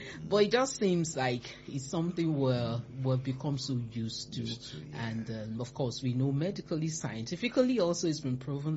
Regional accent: Lagos, Nigeria; I grew up in Mushin in Lagos. And, you know, I grew up actually right opposite … Shrine when I was less than 10.

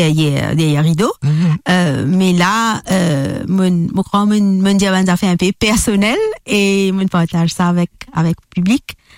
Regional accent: Germany; French is a second language; Je me trouve intéressante parce que je suis allemand avec mon nièce qui fait gagner un petit bébé. Et je vis à l'étranger.

